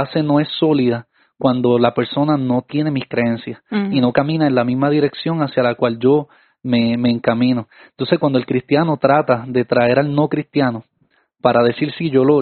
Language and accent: Spanish; Puerto Rico; por lo menos en mi país, en Puerto Rico